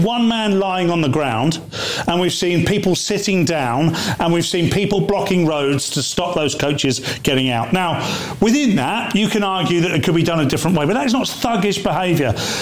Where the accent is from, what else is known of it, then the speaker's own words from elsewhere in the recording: Portsmouth, South East England, United Kingdom; I am a lad from Pompey.